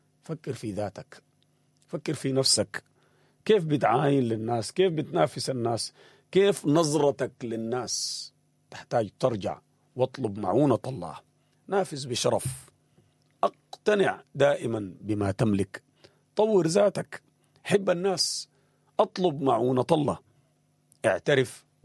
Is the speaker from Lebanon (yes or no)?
no; Sudan; المعوقات كثيرة جدا، الموانع كثيرة جدا كسودانيين قدامنا